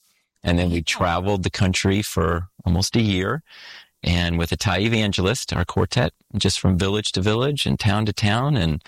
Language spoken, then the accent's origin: English; Singapore; I grew up in Singapore as a kid. My parents were missionaries.